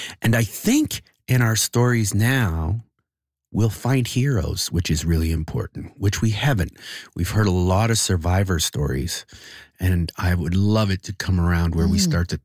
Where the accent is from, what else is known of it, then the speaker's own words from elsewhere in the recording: Toronto, Ontario, Canada; also born or lived in Winnipeg; because I'm from Toronto with a long history, I have a long history here in Winnipeg with the theater scene, but I'm from Toronto.